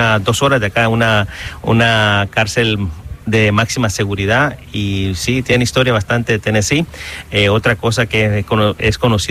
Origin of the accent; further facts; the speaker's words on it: Honduras; also born or lived in New Jersey, United States; now in Chattanooga, United States; nosotros cuando llegamos de Honduras, llegamos a Nueva Jersey, que está ahí al lado de Nueva York, y después decidimos mudarnos para acá por la economía